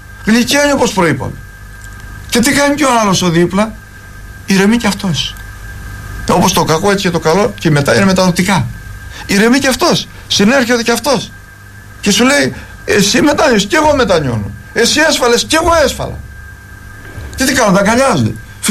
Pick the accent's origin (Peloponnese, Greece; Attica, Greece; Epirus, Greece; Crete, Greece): Peloponnese, Greece; θυμάμαι στα μέρη μας σε ένα χωριό εκεί, στα Αρκαδία